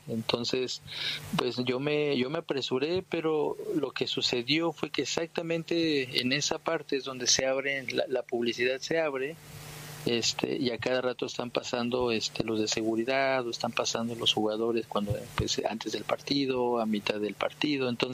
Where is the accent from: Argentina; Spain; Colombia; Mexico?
Mexico; como mexicano quiero que siempre le vaya bien a México